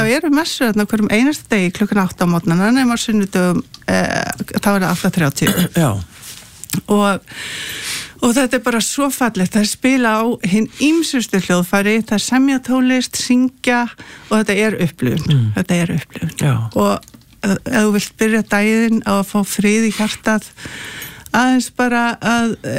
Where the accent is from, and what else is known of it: Reykjavík, Capital Region, Iceland; born or raised there